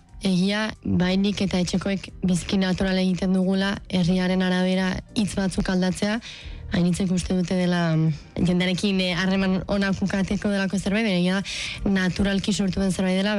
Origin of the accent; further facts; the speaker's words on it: Hendaye, Nouvelle-Aquitaine, France; first language Basque; Hendaiatik heldu naiz eta duela hilabete hasi nintzen Onpiztu elkartean lanean. 24 urte ditut